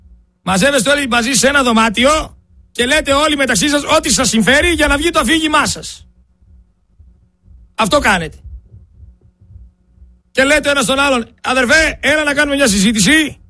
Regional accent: Greece; Εγώ είμαι Έλληνας πατριώτης.

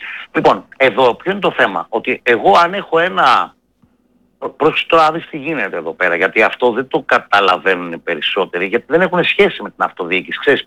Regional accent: Aliveri, Central Greece, Greece; moved away; also born or lived in Dafni, Athens; στην ιδιαίτερη πατρίδα μου στην Εύβοια, στο Αλιβέρι

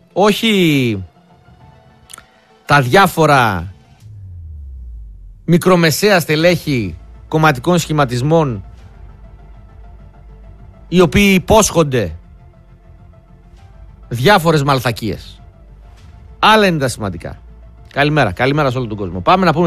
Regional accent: Greece

